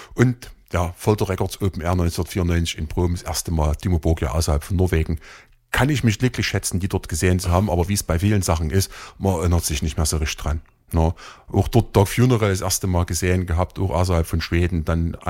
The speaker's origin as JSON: {"language": "German", "country": "Germany", "said": "als Deutscher"}